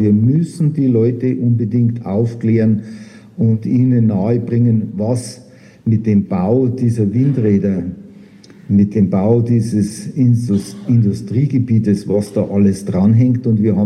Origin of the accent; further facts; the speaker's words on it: Bavaria, Germany; born there; Ich bin gebürtiger Oberbayer, ich stamme aus dem Hochgebirge. Mein Vater war Förster auch im Hochgebirge.